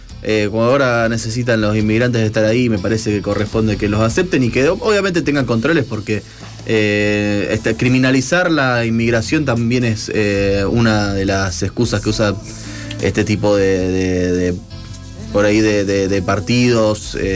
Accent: Argentina

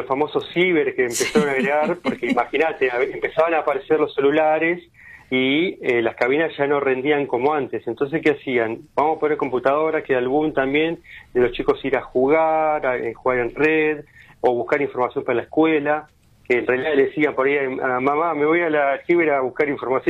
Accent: Quilmes, Buenos Aires Province, Argentina; Así que bueno, en el año 2010 empecé a viajar por pueblos cercanos a mi casa. Yo soy de Quilmes

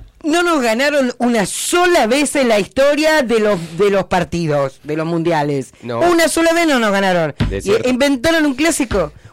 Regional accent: Argentina; Qué hermosos somos los argentinos.

